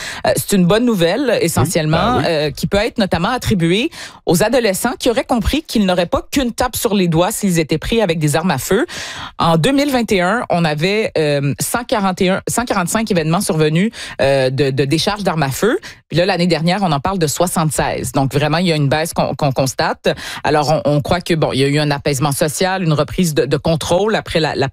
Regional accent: Montreal, Quebec, Canada; Il y a 4 séries filmées chez nous à Montréal cet été

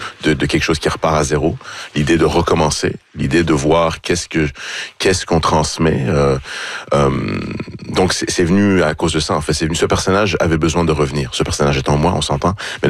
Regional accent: Iran; moved away; Moi, je pensais qu'on a quitté l'Iran comme tout le monde, c'est-à-dire comme beaucoup de gens. Il y a eu la guerre, il y a eu la révolution, il y a eu énormément d'exil.

